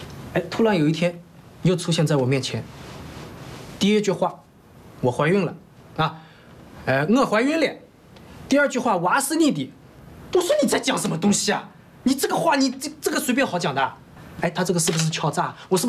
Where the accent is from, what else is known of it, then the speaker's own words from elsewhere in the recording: Shanghai, China; 我说我是上海人，哎，我一有户口，二有房子，对吧？